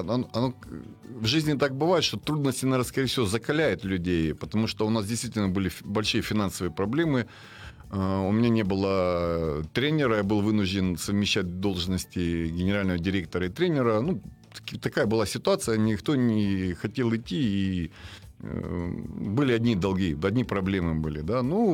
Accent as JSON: {"language": "Russian", "region": "Krasnodar Krai", "country": "Russia", "tie": "born or raised there", "said": "я сам родом из Краснодарского края"}